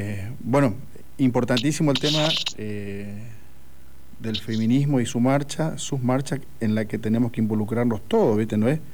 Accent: Corrientes, Argentina; Aclaro que me crié en Corrientes, una cultura bastante machista, que inclusive se jactan de ser así, y que inclusive las mujeres son hasta machistas, te diría.

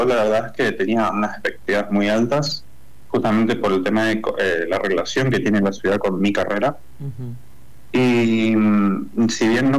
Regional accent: Argentina; moved away as an adult; now in Ciudad Juárez, Mexico; es la casa que estoy viviendo, es una casa compartida entre estudiantes de intercambio. Somos seis estudiantes de intercambio que venimos de distintos países. Somos tres de Argentina, dos de Colombia y uno de Brasil.

